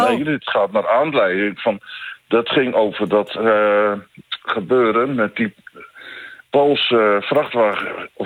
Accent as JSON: {"language": "Dutch", "region": "Friesland", "country": "Netherlands", "also_born_or_lived": "Amsterdam", "said": "Dus ik ben zowel een Fries als een Amsterdammer."}